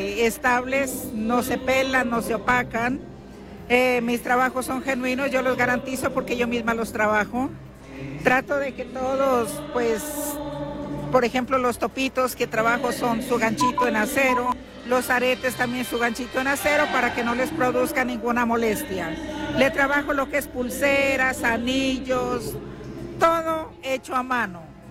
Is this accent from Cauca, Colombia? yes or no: yes; Popayán, Cauca, Colombia; Vengo desde la ciudad de Popayán a exponer mis trabajos, como usted puede mirar.